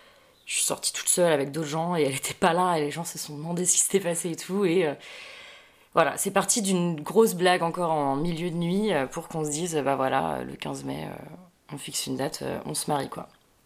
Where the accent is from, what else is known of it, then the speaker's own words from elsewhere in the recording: Saint-Brieuc, Brittany, France; moved away; moi je suis bretonne, je viens de Saint-Brieuc.